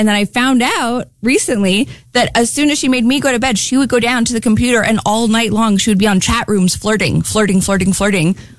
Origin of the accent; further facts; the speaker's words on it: Canada; I am Canadian, as is my mom.